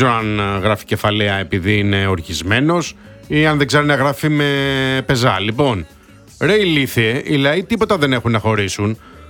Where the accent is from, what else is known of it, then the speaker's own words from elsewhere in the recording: Mytilene, North Aegean, Greece; Πολλό δε μάλλον εμένα που είμαι και από τη Μυτιλίνη.